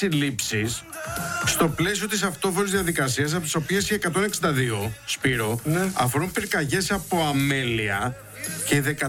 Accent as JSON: {"language": "Greek", "area": "Lesbos", "region": "North Aegean", "country": "Greece", "said": "στο νησί μου, στη Λέσβο"}